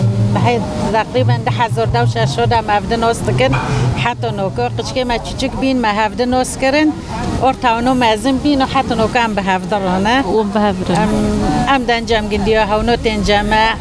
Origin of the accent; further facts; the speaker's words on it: Afrin, Aleppo Governorate, Syria; now in Germany; أنا من سوريا، من عفرين.